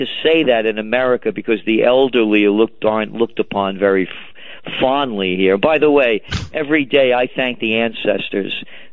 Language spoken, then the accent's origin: English; New York, United States; I'm a New Yorker too